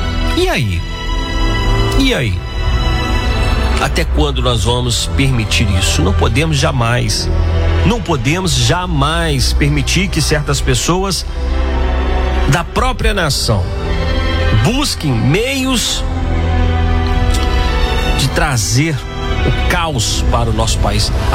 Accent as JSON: {"language": "Portuguese", "country": "Brazil", "said": "Nós somos brasileiros"}